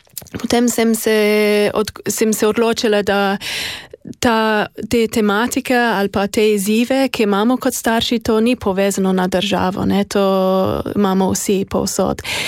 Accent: United Kingdom; Slovenian is a second language; jaz sem iz Velike Britanije

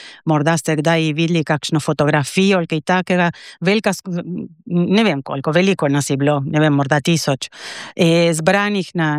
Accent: Argentina

